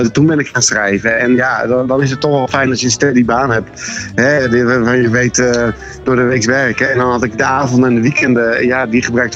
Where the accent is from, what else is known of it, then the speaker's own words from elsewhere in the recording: Randstad, Netherlands; now in Emmen, Netherlands; Ik kom uit de Randstad en toen mijn dochter 1 jaar was, hadden ze zoiets van, ja, we willen hier weg, we willen toch dat zij anders opgroeit. En toen vonden we een mooi huis in Emmen.